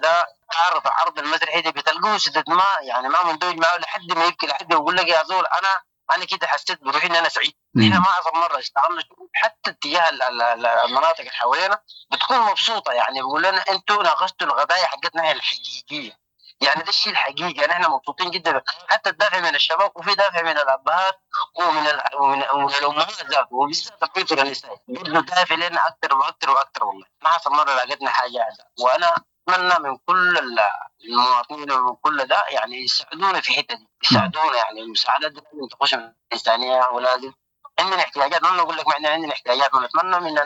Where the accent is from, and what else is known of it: Sudan